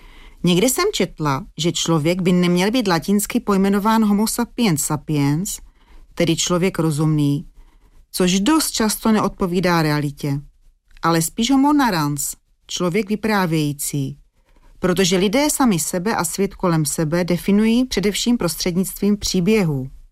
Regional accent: Brno, South Moravian Region, Czechia; accent: Brno; kdy jsem se teda marně snažila skrývat svůj brněnský přízvuk

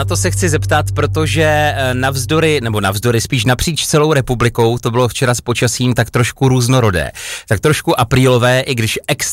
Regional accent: Opava, Moravian-Silesian Region, Czechia; born there; i v mém rodném městě v Opavě a potom i v Ostravě, jako malého překvapení a pozdravu v podobě bouřky

